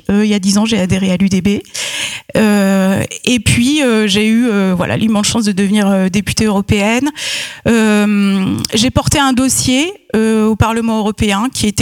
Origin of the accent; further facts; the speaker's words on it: Loudéac, Brittany, France; now in Pontivy, France; Moi, je suis pas issue de ce qu'on appelle le milieu breton, du tout. j'ai grandi à Loudéac, hein, 20 km d'ici, dans une famille qui est, je dirais pas réfractaire, mais pas intéressée par la question, du tout.